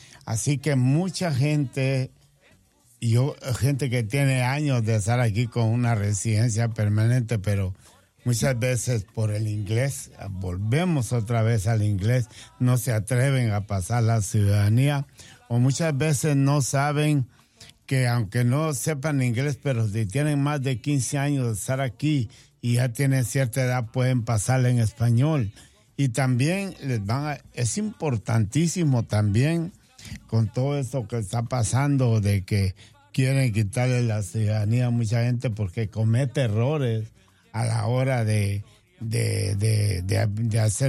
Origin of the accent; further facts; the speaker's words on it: Guatemala; now in United States; eso no quiere decir que no sienta Guatemala en el corazón. Pero yo soy ciudadano